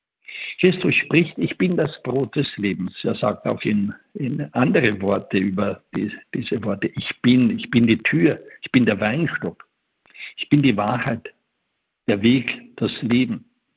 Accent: Vienna, Austria; Als Wiener

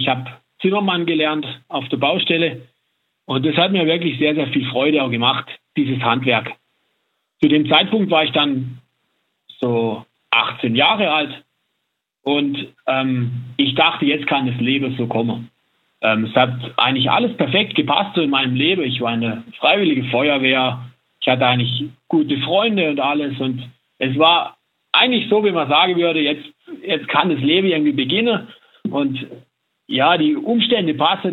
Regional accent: Baden-Württemberg, Germany; Wir sind am Land aufgewachsen, im Hochschwarzwald bei uns. Da gibt es eine sehr ländliche Gegend.

